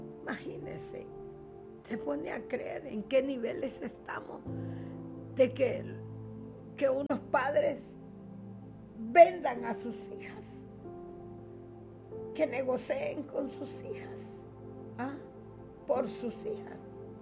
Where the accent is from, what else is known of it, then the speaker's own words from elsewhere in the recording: Honduras; por nuestra condición como hondureños, como nación, como país.